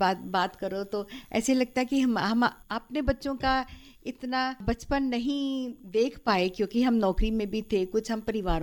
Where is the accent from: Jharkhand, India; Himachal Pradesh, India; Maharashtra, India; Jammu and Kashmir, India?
Jammu and Kashmir, India; Jammu; मैं वैसे बेसिकली जम्मू से बिलोंग करती हूँ, मैं अपने घर में सबसे छोटी थी